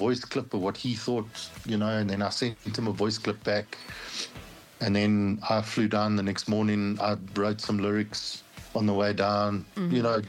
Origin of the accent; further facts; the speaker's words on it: South Africa